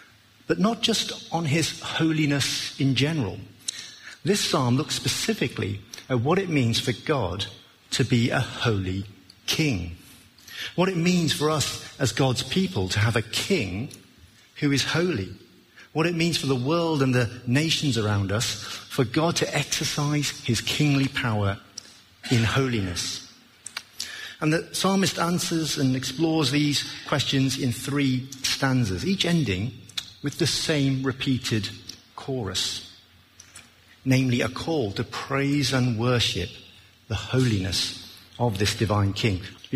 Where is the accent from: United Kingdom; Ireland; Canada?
United Kingdom; England; To my horror, as a British tourist, I discover that not everyone follows our hallowed tradition of forming an orderly queue.